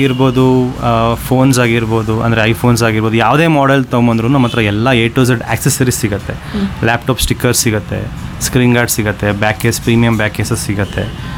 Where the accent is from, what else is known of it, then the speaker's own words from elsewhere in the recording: Shivamogga, Karnataka, India; also born or lived in Bengaluru; ಹುಟ್ಟು ಬೆಳೆದಿದ್ದು ಶಿವಮೊಗ್ಗದಲ್ಲೇ ಆಗಿರೋದ್ರಿಂದ